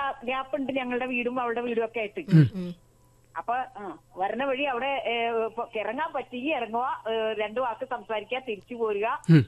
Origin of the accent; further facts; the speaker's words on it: Aluva, Kerala, India; എന്റെ ആലുവയിൽ തന്നെ, എന്റെ സ്വന്തം നാട്